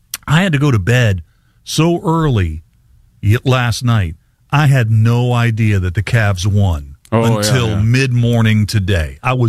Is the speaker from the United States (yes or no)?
yes; United States; That's I'm from Harrison County. That's usually aggressive.